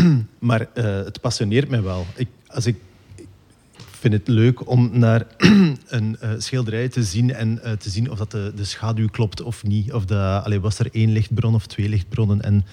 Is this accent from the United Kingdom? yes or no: no; Nieuwpoort, Flanders, Belgium; moved away as an adult; Ik kom van Nieuwpoort, van aan de zee.